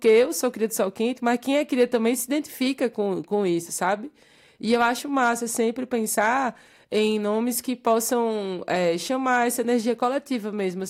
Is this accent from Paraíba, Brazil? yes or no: yes; João Pessoa, Paraíba, Brazil; born there; capital mesmo, mas a minha família toda é do sertão da Paraíba, do Alto Sertão da Paraíba, então digamos que eu costumo dizer que eu fui criada no núcleo sertanejo da novela